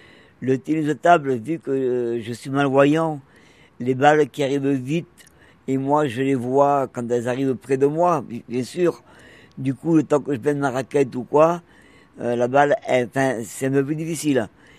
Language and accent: French; Bordeaux, Nouvelle-Aquitaine, France; now in Montpellier, France; Alors moi, je vais avoir 52 ans. Je suis originaire de Bordeaux